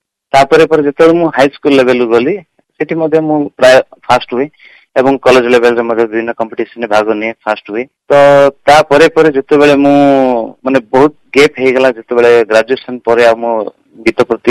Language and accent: Odia; Bikrampur, Odisha, India; ମୋ ଘର ନବରଙ୍ଗପୁର ଜିଲ୍ଲା ବିକ୍ରମପୁର ଗ୍ରାମରେ